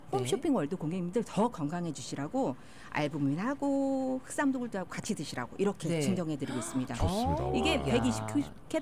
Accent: Seosan, South Chungcheong, South Korea; moved away; 제가 서산 출신이잖아요.

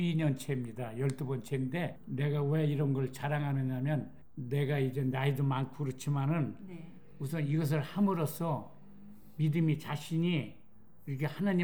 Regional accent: Gongju, South Chungcheong, South Korea; now in United States; 우리 고향 충청남도 공주

